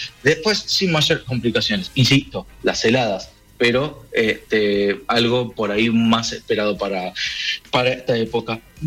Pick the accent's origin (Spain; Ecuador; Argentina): Argentina; Buenos Aires; moved away; acuérdense que yo soy de Buenos Aires